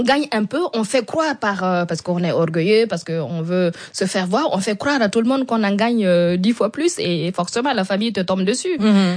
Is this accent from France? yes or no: no; Burkina Faso; beaucoup de pays africains l'ont compris, notamment chez moi au Burkina